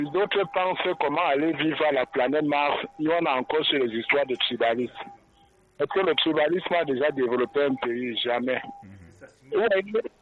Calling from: West, Cameroon; je suis de l'Ouest, j'ai épousé un fils du centre.

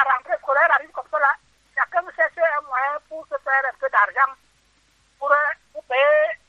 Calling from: Manassa, Cameroon; Je vais bien, je suis à Manassa.

